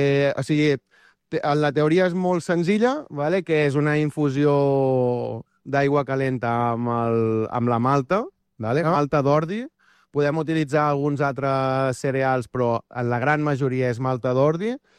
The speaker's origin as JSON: {"language": "Catalan", "town": "Arenys de Mar", "region": "Catalonia", "country": "Spain", "tie": "born or raised there", "said": "jo vaig començar muntant una fira de birra al meu poble i..."}